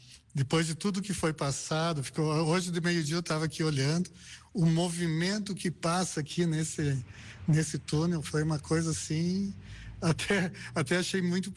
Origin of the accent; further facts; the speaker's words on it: Arvorezinha, Rio Grande do Sul, Brazil; moved away as an adult; 40 anos aqui que eu vim de Arvorezinha, sou natural de Arvorezinha. Nós tínhamos oficina em Arvorezinha